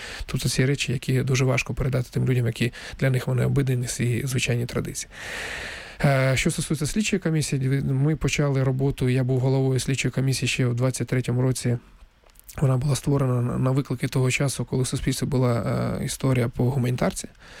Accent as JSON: {"language": "Ukrainian", "town": "Donetsk", "region": "Donetsk Oblast", "country": "Ukraine", "moved": "as an adult", "said": "я сам з Донецька"}